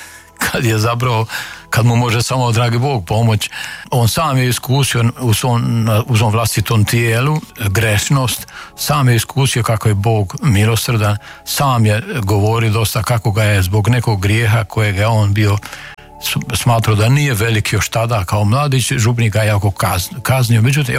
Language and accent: Croatian; Croatia; A nešto slično se događa i kod nas u Hrvatskoj, ne samo ovdje u Zagrebu, nego i u Bosni i Hercegovini i gdje god su naši Hrvati po sve diljem svijeta.